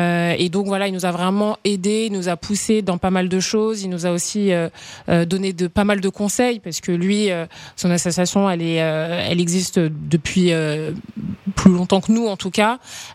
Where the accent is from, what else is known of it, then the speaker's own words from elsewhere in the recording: France; born there; je dis d'origine haïtienne parce que je suis née en France, mes parents sont haïtiens, sont nés en Haïti, mais mes parents m'ont vraiment donné, enfin en tout cas ils m'ont éduqué vraiment dans la culture haïtienne, donc je suis franco-haïtienne pour moi.